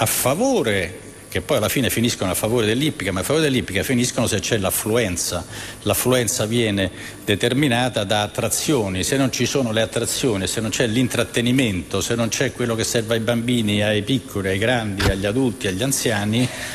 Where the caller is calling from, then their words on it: Naples, Campania, Italy; ma sono napoletano anch'io